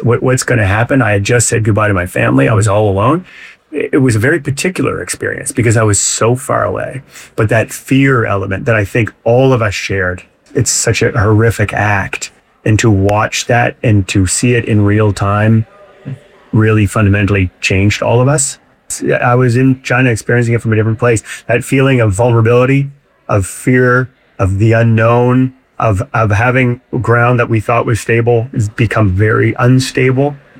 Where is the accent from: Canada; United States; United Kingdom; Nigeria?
Canada; Fredericton, New Brunswick; Fredericton right now in my hometown, Come From Away is showing in Fredericton.